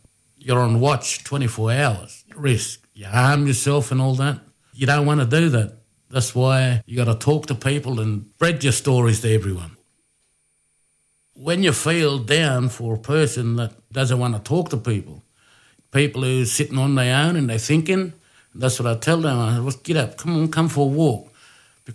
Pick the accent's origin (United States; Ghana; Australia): Australia; Brewarrina, New South Wales; I'm from Brewarrina. My tribe is Murawari.